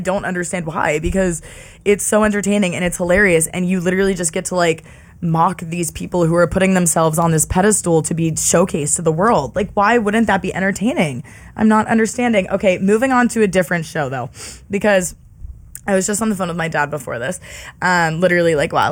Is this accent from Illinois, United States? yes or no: no; Pennsylvania, United States; moved away; I'm from Pennsylvania